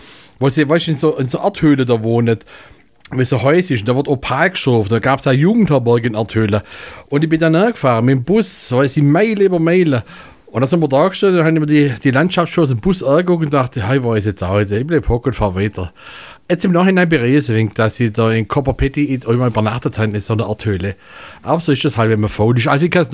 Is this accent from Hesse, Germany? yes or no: no; Baden-Württemberg, Germany; accent: Italian Swabian; Ich bin dann mit italienischem Schwäbisch.